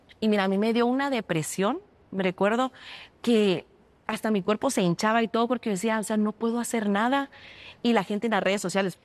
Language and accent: Spanish; Guatemala; moved away; also born or lived in Argentina; Y bueno, me regreso a Guatemala.